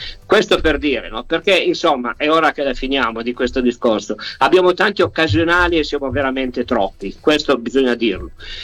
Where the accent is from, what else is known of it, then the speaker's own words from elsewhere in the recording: Turin, Piedmont, Italy; Beh, voglio dire, io sono di Torino.